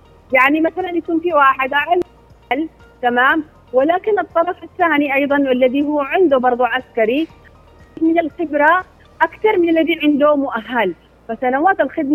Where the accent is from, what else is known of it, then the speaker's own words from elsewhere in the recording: Aden, Yemen; نحن أبناء عدن ما يعتمدون إلا على رواتبهم.